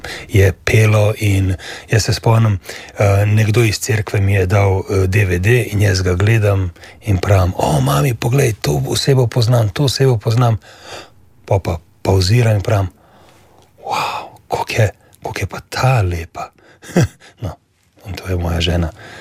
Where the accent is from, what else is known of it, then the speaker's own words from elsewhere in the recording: Ljubljana, Central Slovenia, Slovenia; Ja, rodil sem se v Ljubljani kar nekaj let nazaj, bom rekel, sicer v družini matere samohranilke